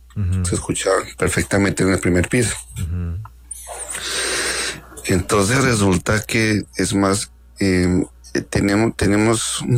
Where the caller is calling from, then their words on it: Mocoa, Putumayo, Colombia; aquí de Mofoa, Putumayo, perfecto, al sur de Colombia.